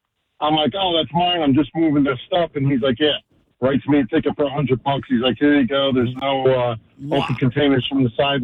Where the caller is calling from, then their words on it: New Jersey, United States; from North Jersey.